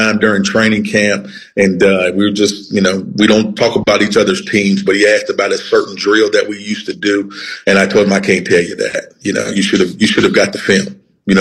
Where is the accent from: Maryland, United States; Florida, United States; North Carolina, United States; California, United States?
North Carolina, United States; Charlotte; I'm also a Charlottean. I'm from Charlotte, North Carolina. I went to middle school here. I went to high school with East Mecklenburg High School.